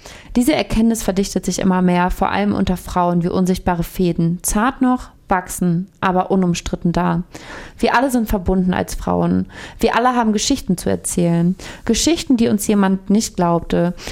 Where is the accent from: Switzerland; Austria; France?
France; Denn Frankreich ist auch meine Heimat.